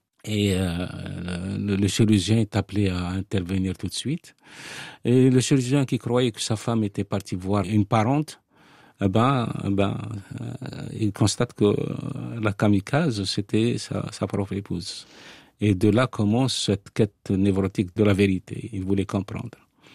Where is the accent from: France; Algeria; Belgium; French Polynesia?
Algeria; Je suis l'enfant du joug colonial. Nous, les Algériens